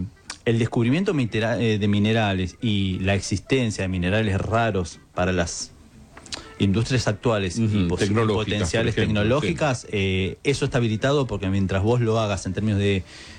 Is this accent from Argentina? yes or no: yes; Argentina; Que nosotros tengamos una Antártida argentina